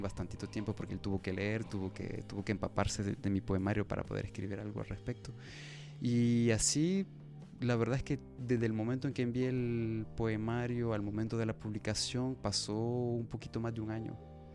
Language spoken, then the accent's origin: Spanish; Honduras; nos sigue afectando mucho como hondureños, esta idea de este sentimiento de inferioridad que sentimos, no solo como hondureños, sino también con nuestras culturas.